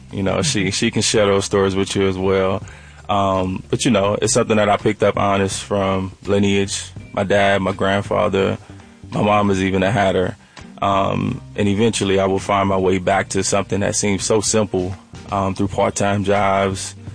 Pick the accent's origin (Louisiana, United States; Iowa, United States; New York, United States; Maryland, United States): Louisiana, United States; New Orleans; moved away as an adult; now in Atlanta, United States; So I'm born and raised in New Orleans. I've been here since 2019, so I've spent some good time here in Atlanta.